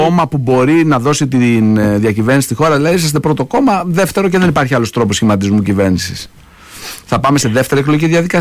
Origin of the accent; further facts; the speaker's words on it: Greece; Εγώ δεν είμαι ούτε φιλορώσος ούτε φιλοαμερικάνος. Είμαι Έλληνας.